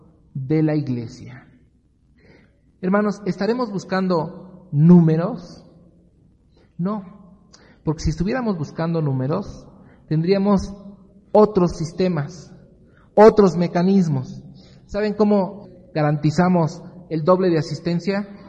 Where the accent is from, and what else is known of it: Mexico